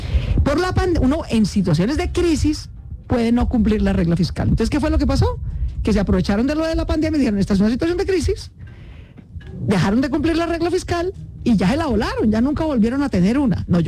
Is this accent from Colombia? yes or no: yes; Colombia; si algo somos los colombianos, somos unos berraquitos para trabajar.